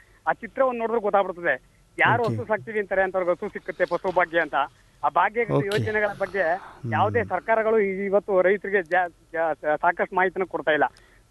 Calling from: Nandigudi, Karnataka, India; ಮಾತಾಡ್ತಾ ಇದ್ದೀನಿ.

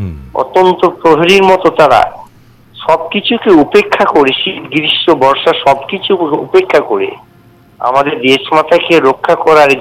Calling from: West Bengal, India; আমি পশ্চিমবঙ্গের বীরভূম থেকে

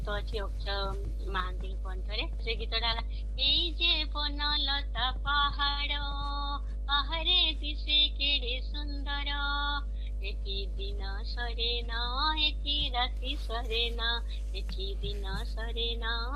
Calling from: Bargarh, Odisha, India; ଆଜ୍ଞା ନମସ୍କାର, ମୁଁ ବରଗଡ଼ରୁ

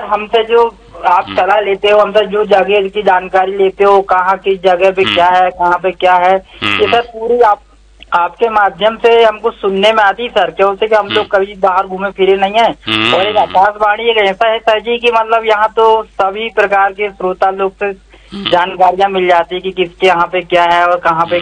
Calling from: Chhindwara, Madhya Pradesh, India

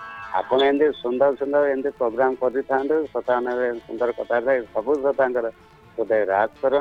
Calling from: Kotila, Odisha, India; କୋଟିଲା କନପୁର ଜଗତସିଂହପୁର କହୁଥିଲି।

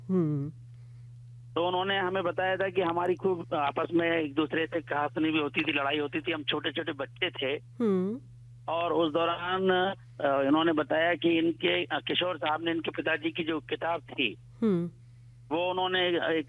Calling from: Dhar, Madhya Pradesh, India; बात कर रहा हूँ … MP धार से।

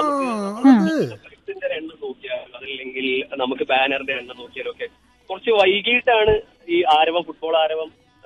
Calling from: Venniyur, Kerala, India; വെന്നിയൂരാണ്, Malappuram.

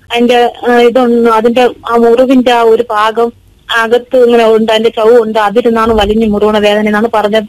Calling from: Thiruvananthapuram, Kerala, India; ഞാൻ തിരുവനന്തപുരത്ത് നിന്നാണ് താമസിക്കുന്നത്.

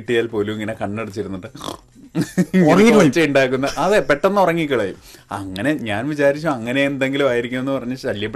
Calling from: Arookutty, Kerala, India; ഞാൻ അരൂക്കിറ്റിയിൽ നിന്നാണ് മെസ്സേജ് അയക്കുന്നത്.

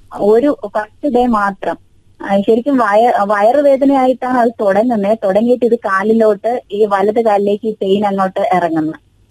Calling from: Thiruvananthapuram, Kerala, India; തിരുവനന്തപുരത്ത് നിന്നാണ്.

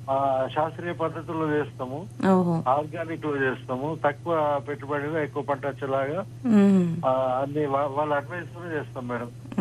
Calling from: Nirmal district, Telangana, India; మా విలేజ్ పేరు గోడల పంపు, నిర్మల్ డిస్ట్రిక్ట్

